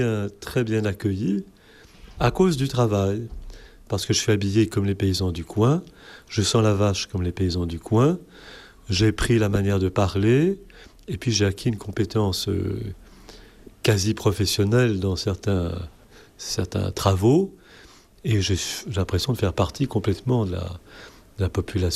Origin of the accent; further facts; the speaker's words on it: Rome, Lazio, Italy; born there; Je suis né à Rome en 1959 et j'ai fait mes études à Paris, j'ai fait une grande école.